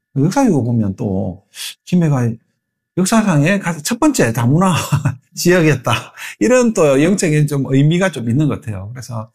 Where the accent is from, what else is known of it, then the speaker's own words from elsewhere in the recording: Busan, South Korea; now in Gimhae, South Korea; 제가 일단 부산 사람이거든요.